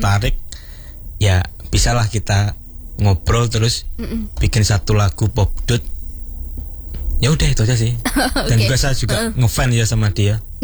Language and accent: Indonesian; Java, Indonesia; Padahal saya Jawa enggak ada marganya loh.